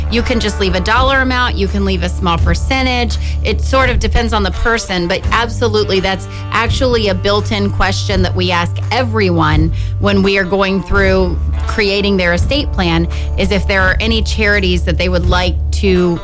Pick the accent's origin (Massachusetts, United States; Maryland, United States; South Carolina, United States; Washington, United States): Maryland, United States; born there; We're newbies downtown, but not newbies to the shore. We've lived here since I was 7 and my sister was 2.